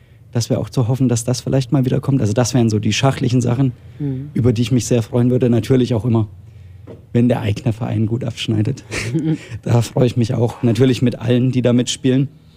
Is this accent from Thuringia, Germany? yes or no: yes; Thuringia, Germany; Da sind wir natürlich als Thüringer, halten wir alle zusa